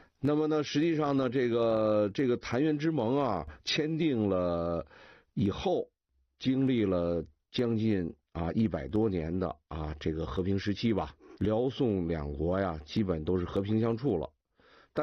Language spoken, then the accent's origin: Chinese; Beijing, China